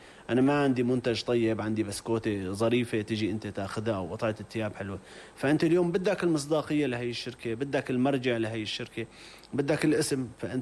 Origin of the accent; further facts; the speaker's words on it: Damascus, Damascus Governorate, Syria; من مدينة حلب، خلقت بالشام وتربيت بالشام وعشت كل حياتي بالشام.